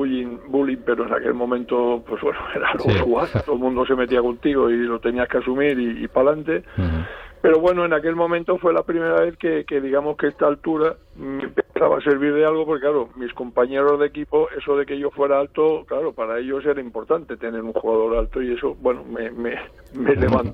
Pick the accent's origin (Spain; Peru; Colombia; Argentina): Spain; Carmona, Andalusia; born there; yo empecé un poco allí en Carmona, pues a los 13 años